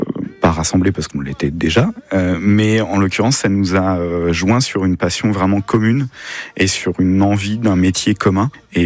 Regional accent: Paris, Île-de-France, France; now in Tours, France; On vient de Paris, on a déménagé, nous, sur Tours, il n'y a pas si longtemps que ça.

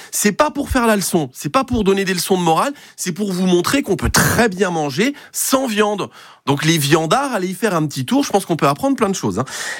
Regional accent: Grand Est, France; le Tour de France n'est pas très loin de chez nous en Moselle, sur le massif Vosgien.

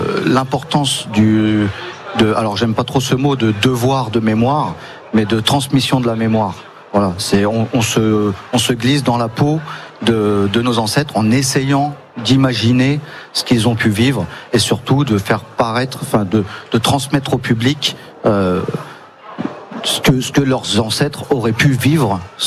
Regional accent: Mourmelon-le-Grand, Grand Est, France; Donc on vient de Mourmelon-le-Grand dans la Marne, donc à une 140aine de kilomètres d'Albert.

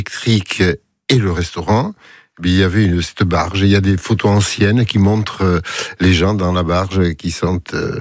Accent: Itxassou, Nouvelle-Aquitaine, France; also born or lived in Cambo-les-Bains

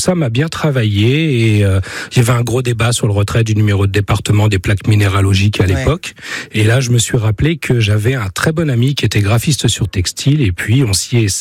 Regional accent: Île-de-France, France; moved away as an adult; now in Dordogne, France; je ne suis pas d'ici, je suis une pièce rapportée et je viens d'Île-de-France. Et en m'installant en Dordogne, j'ai travaillé dans le tourisme puisque je parle anglais.

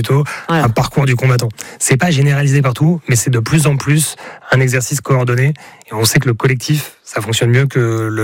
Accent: Hauts-de-France, France; alors moi je viens de Picardie, de l'Aisne par exemple, les dans l'Aisne à Saint-Quentin

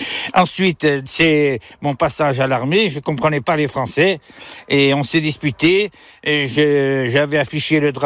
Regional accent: Morocco; born there; Il faut savoir que je suis né au Maroc parce que mon père était militaire au Maroc, dans les Goum.

